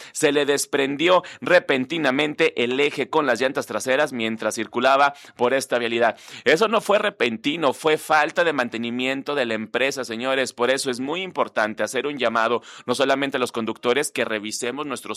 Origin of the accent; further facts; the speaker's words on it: Mexico; así somos los mexicanos